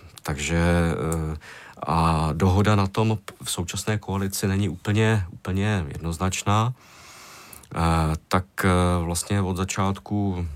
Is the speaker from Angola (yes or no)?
no; Vysočina Region, Czechia; já jsem hrdý z Vysočiny, takže já to teď zmiňuji takhle široce.